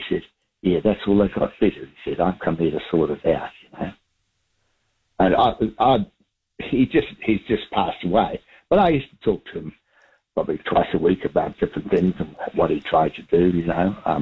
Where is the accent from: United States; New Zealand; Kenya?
New Zealand; Mount Albert, Auckland; born there; I was born in Mount Albert. The old man worked on the wharf and whatnot.